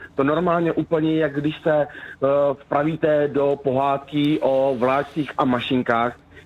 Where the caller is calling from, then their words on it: Hradec Králové Region, Czechia; já jsem vlastně kousek od Trutnova a máme tady vlastně železniční trať Trutnov a Praha, hlavní nádraží.